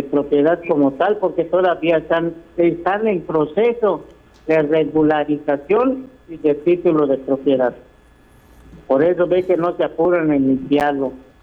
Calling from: Yucatán, Mexico

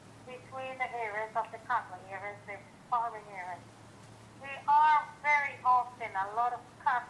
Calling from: Istanbul, Turkey; I'm calling from Istanbul.

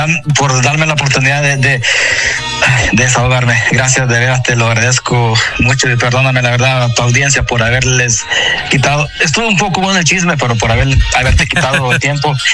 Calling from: Honduras

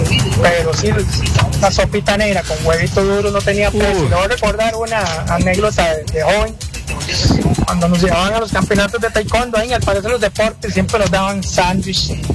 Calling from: Coronado, San José, Costa Rica; Un abrazo, John, aquí desde Coronado.

